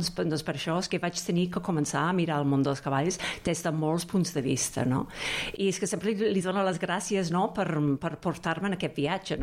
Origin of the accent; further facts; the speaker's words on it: England, United Kingdom; Catalan is a second language; now in Catalonia, Spain; soc anglesa